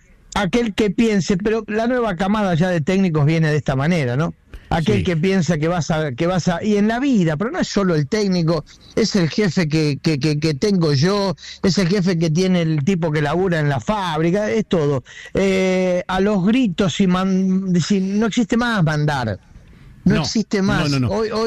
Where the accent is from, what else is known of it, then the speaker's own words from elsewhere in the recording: Argentina; Todos, vos, yo, todos somos amantes del fútbol, somos argentinos.